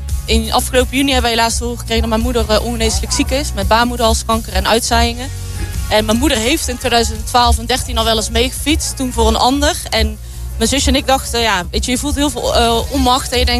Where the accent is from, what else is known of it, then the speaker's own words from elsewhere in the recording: Prinsenbeek, North Brabant, Netherlands; Want je zit allemaal uit hetzelfde dorp. We komen uit Prinsenbeek.